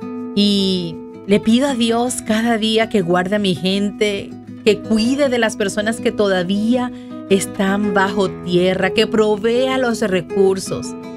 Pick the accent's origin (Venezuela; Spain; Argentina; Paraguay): Venezuela; mi país, en Venezuela